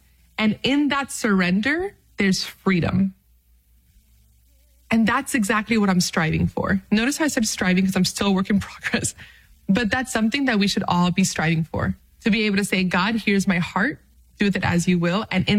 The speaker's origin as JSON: {"language": "English", "country": "Dominican Republic", "said": "for those of you who do not know, I'm Dominican from the Dominican Republic, but I'm also Arabic. And my grandfather was raised in Bethlehem, you know, where Jesus was born."}